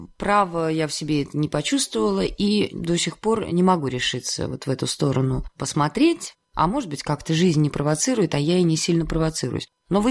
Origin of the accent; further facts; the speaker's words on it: Moscow Oblast, Russia; moved away as an adult; also born or lived in Saratov; Я в Саратове никогда не жила, я уехала туда из Москвы. Потому что я жила под Москвой, и родители у меня жили там.